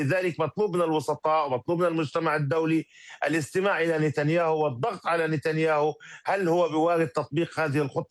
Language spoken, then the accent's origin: Arabic; Palestine; نحن كشعب فلسطيني